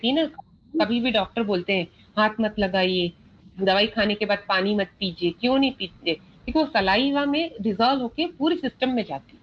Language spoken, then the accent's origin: Hindi; Raipur, Chhattisgarh, India; मैं छत्तीसगढ़ रायपुर से हूँ